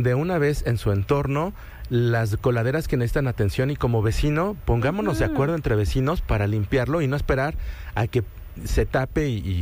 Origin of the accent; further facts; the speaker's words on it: Mexico; nos identificamos como mexicanos